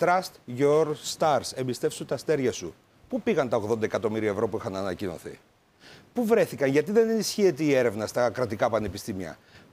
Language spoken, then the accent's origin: Greek; Florina, Western Macedonia, Greece; Εγώ είμαι από τη Φλόρινα.